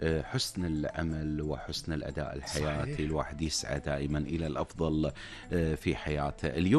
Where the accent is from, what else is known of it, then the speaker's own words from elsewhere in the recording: Kuwait; accent: Kuwaiti; حتى بلهجتنا الكويتيه الجميله